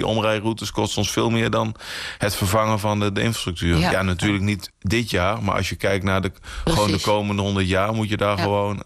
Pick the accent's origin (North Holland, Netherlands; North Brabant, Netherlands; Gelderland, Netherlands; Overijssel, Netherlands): Overijssel, Netherlands; Kampen; Ja, nou ja, kijk, ik kom uit IJsselmuiden-Kampen. Dus ik ben ook nog steeds kerkelijk actief. Wel echt in een christelijke gemeenschap opgegroeid.